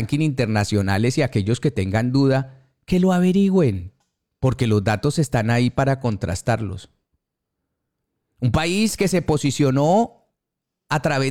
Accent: Colombia; somos colombianos.

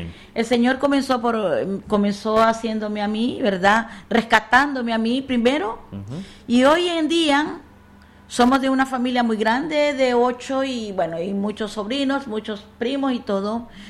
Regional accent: Nicaragua; moved away; Yo soy de Nicaragua.

